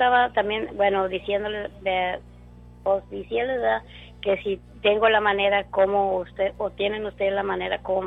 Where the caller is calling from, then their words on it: Mercedes, Texas, United States; De Mercedes.